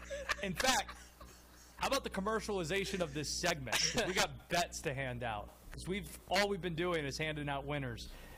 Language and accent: English; Baltimore, Maryland, United States; born there; I was born in Baltimore, and I appreciate the call from Baltimore.